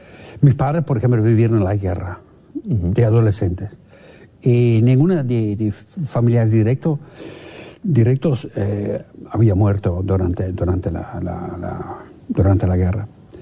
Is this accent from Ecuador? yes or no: no; Netherlands; Spanish is a second language; moved away; un pie en un continente, un pie en otro continente, y no sabes muy bien dónde está tu casa, sabes de dónde venís y de dónde estás ahora. Pero ¿cómo te sentís? Yo creo que me siento aún holandés, en todos los sentidos, pero entiendo perfectamente todo lo que pasa acá.